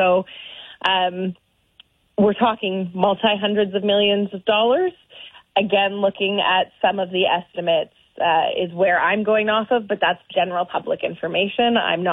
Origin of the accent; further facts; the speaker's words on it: Wilmot, Ontario, Canada; I'm from Wilmot. We don't have a hospital here.